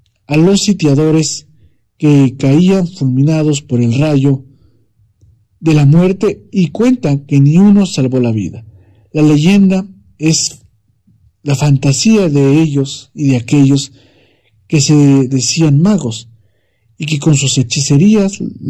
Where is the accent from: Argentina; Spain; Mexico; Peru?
Mexico; la identidad comunal que nos distingue como mexicanos, poblanos, tlaxcaltecas, veracruzanos